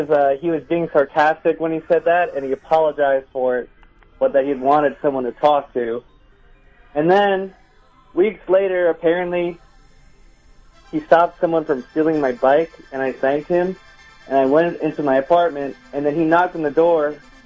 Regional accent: New York, United States; now in Eugene, United States; I'm from New York, but I live in Eugene, Oregon, so it's maybe a little bit of a cultural difference

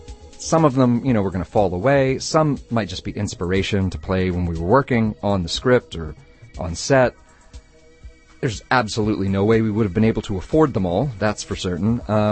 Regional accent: Oklahoma, United States; my home state of Oklahoma

